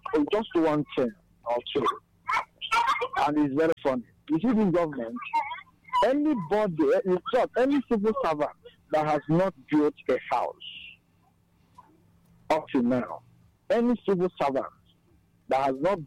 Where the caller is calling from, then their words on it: Nigeria; I'm calling from Nigeria.